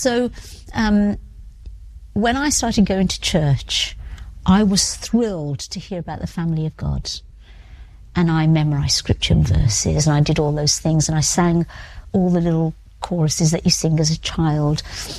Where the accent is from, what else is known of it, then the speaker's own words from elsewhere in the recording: United States; as an American, as a Christian, as a white person